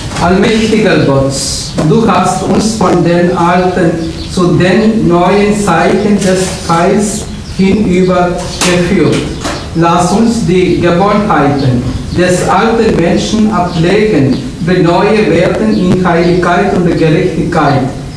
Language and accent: German; India; German is a second language; Ich organisiere, ich komme aus Indien, ich bin Hohen Priester, wir haben viele Missionen machen in Indien